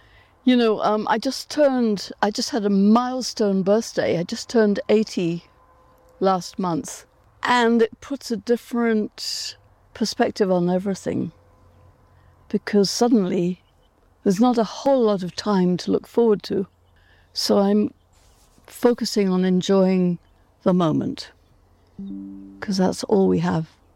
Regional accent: Nairobi, Kenya; moved away; because I was born in East Africa, and we had chickens.

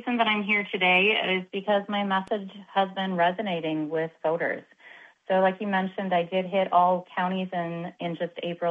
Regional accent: Hermantown, Minnesota, United States; I grew up in Hermantown, and that's where I live today.

